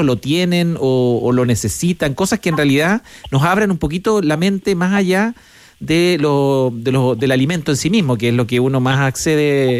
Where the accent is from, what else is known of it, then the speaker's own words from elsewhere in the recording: Chile; Es parte de las tragedias que nosotros como chilenos nos ha tocado vivir.